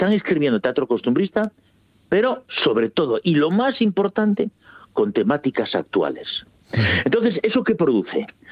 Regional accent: France; moved away as an adult; now in Asturias, Spain; yo nací y viví en Francia hasta los 20 años, como bien sabes, los asturianos nacemos donde nos da por la gana

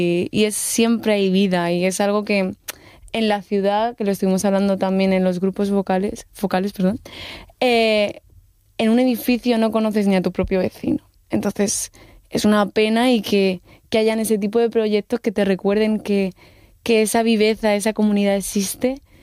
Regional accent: Murcia, Region of Murcia, Spain; Pues, por ejemplo, yo vengo de Murcia, que no es una ciudad muy grande, pero sigue siendo una ciudad

